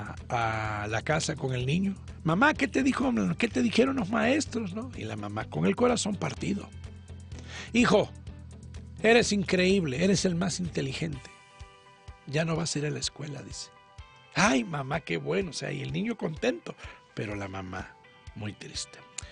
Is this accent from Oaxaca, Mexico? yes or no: yes; San Juan Bautista Tuxtepec, Oaxaca, Mexico; moved away; allá en mi tierra, en Tuxtepec, Oaxaca